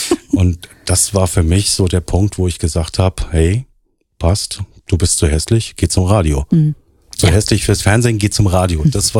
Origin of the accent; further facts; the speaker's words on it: Frankfurt, Hesse, Germany; moved away; Ich komme ja ursprünglich aus Hessen, Frankfurt